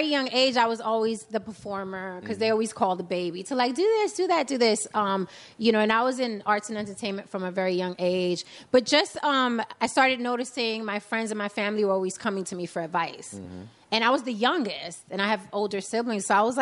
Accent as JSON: {"language": "English", "town": "New York City", "region": "New York", "country": "United States", "tie": "born or raised there", "moved": "yes", "lives_now": "Las Vegas, United States", "said": "born and raised in the Bronx."}